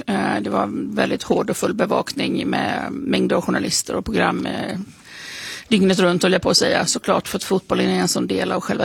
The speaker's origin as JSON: {"language": "Swedish", "town": "Falkenberg", "region": "Halland County", "country": "Sweden", "tie": "born or raised there", "moved": "as an adult", "lives_now": "Italy", "said": "Men nu var det ju där jag växte upp, så det är en roman som utspelar sig på framförallt 70- och 80-talet. Mm. Och där är Falkenbergs skådeplats."}